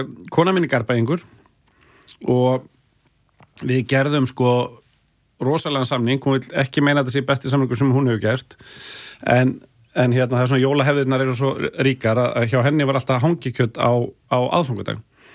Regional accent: Hafnarfjörður, Capital Region, Iceland; Ég er alinn upp í Hafnarfirði ég er haffyrringur í húð og hár

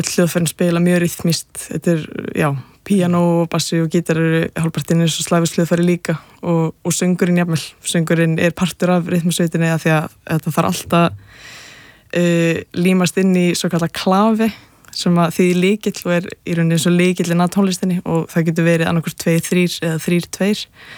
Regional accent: Capital Region, Iceland; Nei, ég er ættu að vestan. Ég úlst upp bara hérna bara á höfburgarsveðinu, sko.

